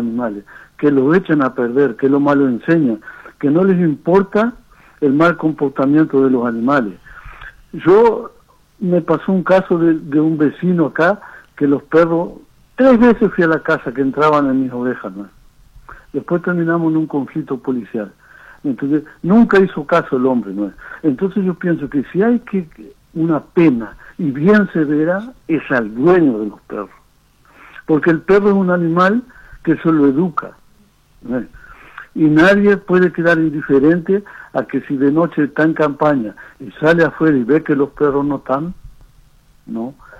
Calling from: Rivera, Uruguay; En Rincón de Tranqueras.

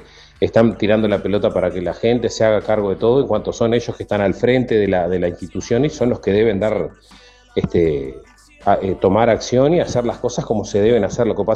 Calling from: Rincón de Pando, Canelones, Uruguay; Que vivo en Rincón de Pando

